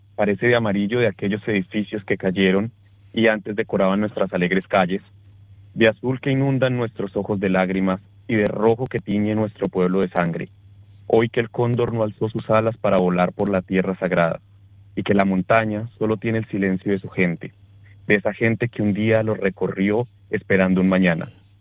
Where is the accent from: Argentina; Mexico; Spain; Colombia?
Colombia; now in Australia; yo, ante todo, soy colombiano, vengo de esta hermosa tierra que se ha visto muy golpeada